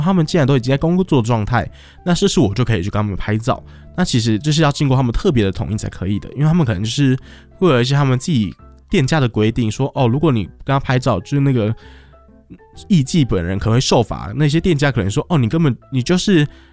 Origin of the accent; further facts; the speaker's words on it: Taiwan